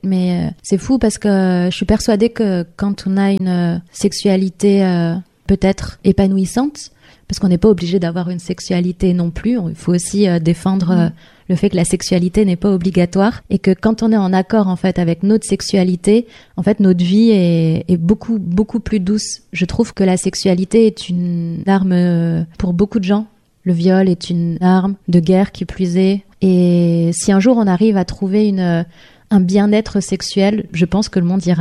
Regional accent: Grand Est, France; J'ai la chance, je dirais, d'être alsacienne. Et du coup, j'ai grandi et je suis née en Alsace.

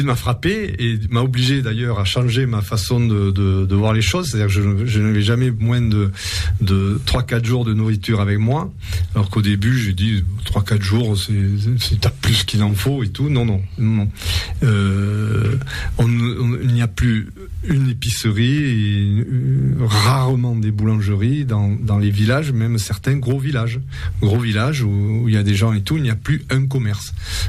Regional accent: France; j'ai dit non, je suis français, mais moi je parle la langue d'ici.

